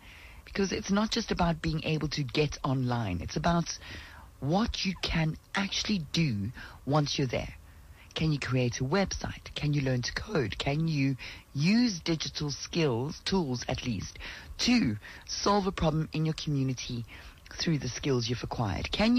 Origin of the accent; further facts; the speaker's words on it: South Africa; as South Africans